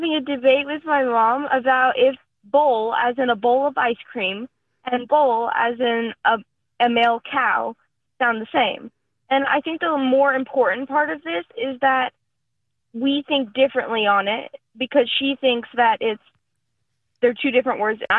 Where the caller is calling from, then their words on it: Maryville, Missouri, United States; I'm calling from Maryville, Missouri.